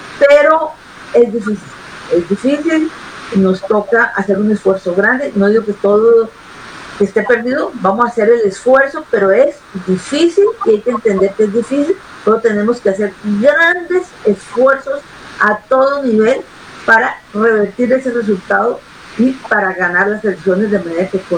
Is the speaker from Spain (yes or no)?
no; Colombia; por eso tenemos como colombianos la responsabilidad con Colombia y con América Latina de hacer las cosas mejor